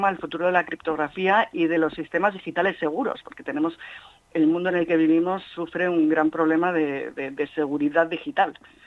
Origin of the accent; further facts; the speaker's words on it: Madrid, Community of Madrid, Spain; yo soy española, madrileña y de religión judía